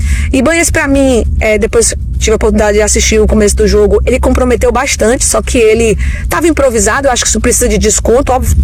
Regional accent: Brazil

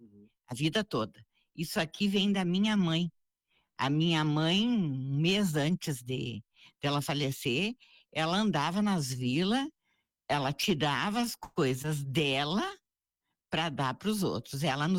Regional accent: Soledade, Rio Grande do Sul, Brazil; Nasci em Soledade. É? Dia 17 de dezembro de 1948.

